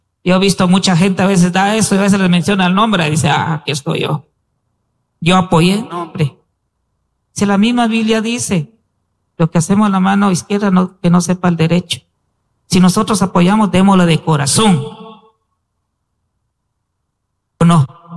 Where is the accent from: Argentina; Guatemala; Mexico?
Guatemala; also born or lived in Guatemala City; Yo aquí nací, aquí crecí y regresé otra vez a mi pueblo.